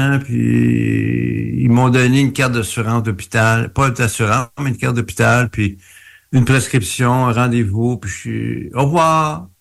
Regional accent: Montreal, Quebec, Canada; moi, je viens de Montréal, donc je viens de Montréal, mais j'habitais dans l'est de Montréal

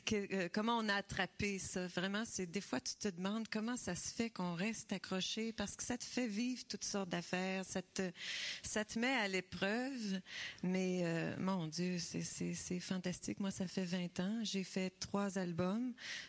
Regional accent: Quebec, Canada; born there; moi, je viens de Québec et je suis née sur une ferme.

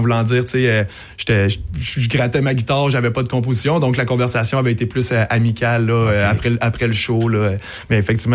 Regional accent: Saint-Jean-sur-Richelieu, Quebec, Canada; born there; also born or lived in Saint-Félix-de-Kingsey; Je suis originaire de Saint-Jean, en fait. Moi, j'ai grandi à Saint-Jean.

